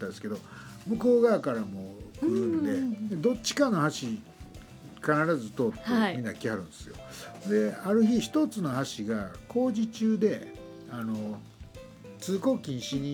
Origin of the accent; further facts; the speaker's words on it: Kyoto, Japan; そっから小4から引っ越して、はい、その道路が区の境やったんです。今度右京区になったから